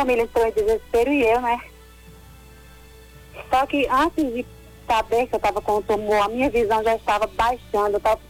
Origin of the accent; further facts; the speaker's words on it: Fagundes, Paraíba, Brazil; Eu sou de Fagundes, no estado da Paraíba.